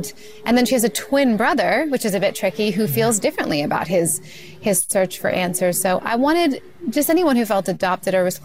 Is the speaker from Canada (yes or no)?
yes; Canada; I am just always trying to set things in Canada about Canadians because I'm Canadian and like, why not?